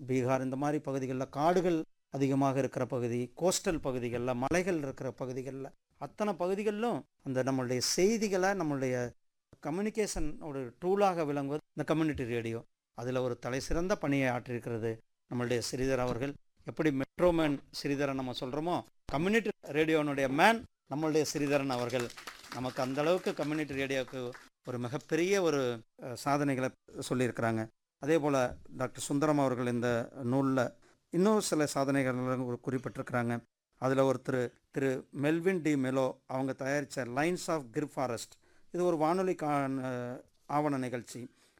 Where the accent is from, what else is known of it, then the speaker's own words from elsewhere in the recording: Namakkal, Tamil Nadu, India; ஏன்னா அவர் சேலத்துக்காரர், இவர் கோயம்புத்தூர்காரர், நான் நாமக்கல்காரன்.